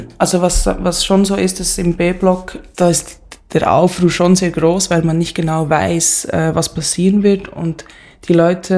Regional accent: Bern, Switzerland; ich bin eben auch in Bern aufgewachsen, aber in der Lenggasse, was schon ein sehr viel behüteteres, akademischeres Quartier auch schon war, als ich klein war.

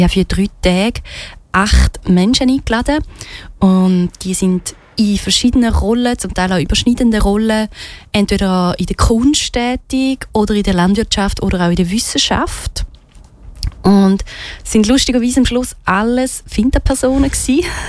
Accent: Switzerland; born there

